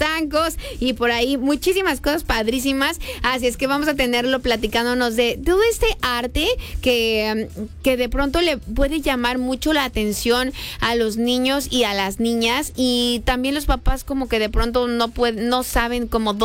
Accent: Mexico; Porque pues somos mexicanos

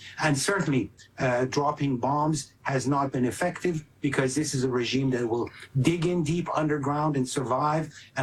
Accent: United States; as an American of Iranian heritage

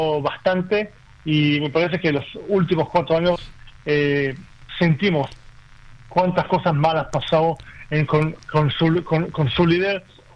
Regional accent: Argentina; born there; Como yo soy latino, nací en Argentina y tengo mucho cariño a Argentina

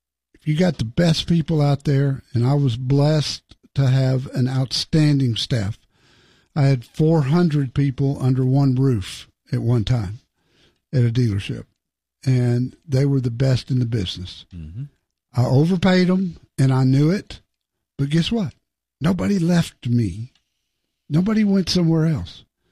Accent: Dallas, Texas, United States; The Cleveland audience loved this show, I believe, more than in my hometown of Dallas, Texas.

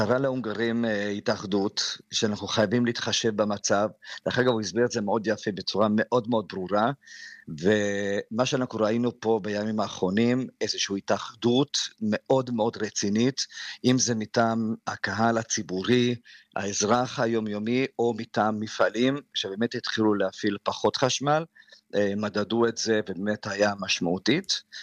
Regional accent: Hungary; אני גדלתי בהונגריה

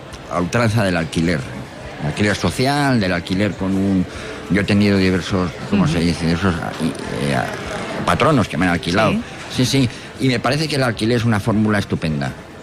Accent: San Sebastián, Basque Country, Spain; also born or lived in Errenteria; No, porque yo soy donostiarra, he vivido en varios sitios, he vivido en Rentería también, pero, o sea, yo creo que es el sitio donde he criado a mis hijos.

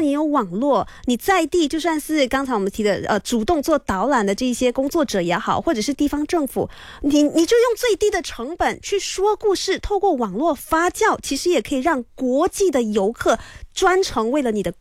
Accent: Malaysia; 我们都是马来西亚的旅游大使。

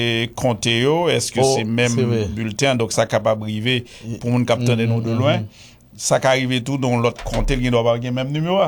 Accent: Haiti; donc là ils sont fierté pour nous sont fiers en tant qu'haïtien.

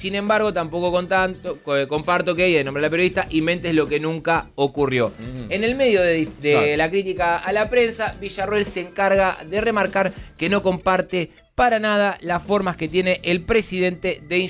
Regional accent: Buenos Aires Province, Argentina; el que quedó prácticamente descartado es el intendente de mi ciudad natal, Julio Alac

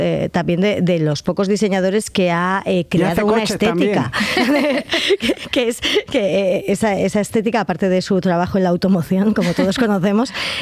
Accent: Colombia; creo que, siendo colombiana, debía ser embajadora de la moda colombiana de una forma mucho más activa.

